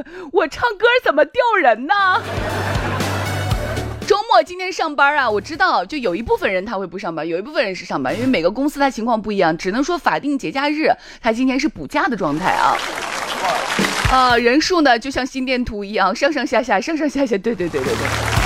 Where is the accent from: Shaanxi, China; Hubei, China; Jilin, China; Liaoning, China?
Shaanxi, China; 尤其是咱们陕西话